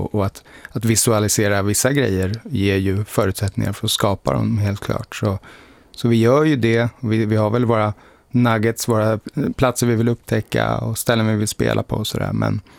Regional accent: Stockholm, Stockholm County, Sweden; born there; Vi är födda i Stockholm hela gänget och verkar och bor här.

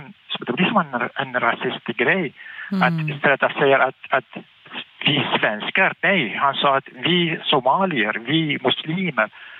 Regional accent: Iraq; Swedish is a second language; now in Sweden; för jag som en jag är från Irak och alla från Irak eller från Syrien eller Mellanöstern, vi levde i en diktatur hela våra liv

